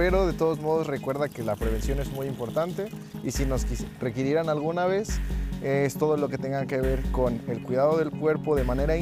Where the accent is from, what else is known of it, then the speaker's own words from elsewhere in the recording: Mexico; moved away as an adult; now in Germany; Yo soy mexicano, soy médico